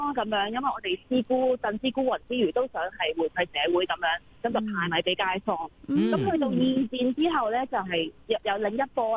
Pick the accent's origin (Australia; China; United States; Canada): China; Guangdong; accent: Teochew; 我哋潮州話叫做橫派、弱派咁樣